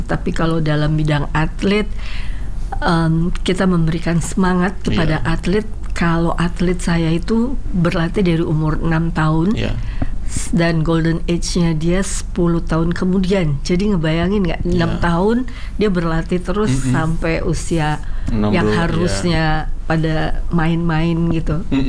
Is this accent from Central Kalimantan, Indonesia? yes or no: no; West Jakarta, Jakarta, Indonesia; Saya dari Jakarta Barat.